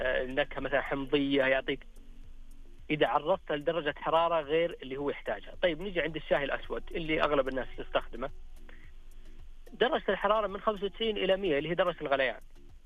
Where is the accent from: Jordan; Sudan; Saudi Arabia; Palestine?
Saudi Arabia; عندنا في السعودية